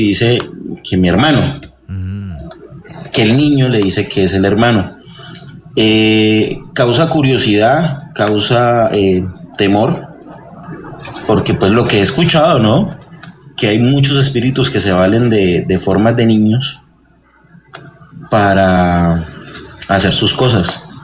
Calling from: Bucaramanga, Santander, Colombia; desde Bucaramanga.

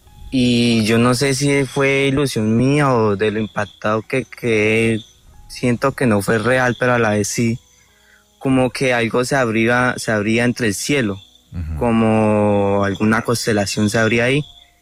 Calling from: Villavicencio, Meta, Colombia; desde la ciudad de Villavicencio.

